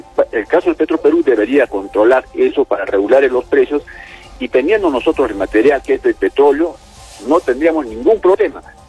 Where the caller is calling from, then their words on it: Arequipa, Peru; Alto Selva Alegre.